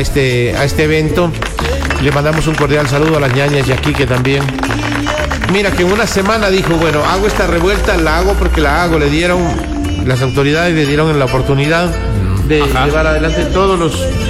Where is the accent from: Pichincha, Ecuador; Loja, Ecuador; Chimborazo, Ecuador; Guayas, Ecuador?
Loja, Ecuador; born there; Lojano. Porque yo siempre digo, nací orgullosamente en Loja.